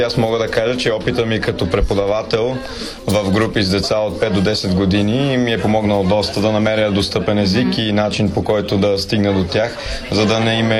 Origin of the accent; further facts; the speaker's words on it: Sofia, Sofia City, Bulgaria; От София.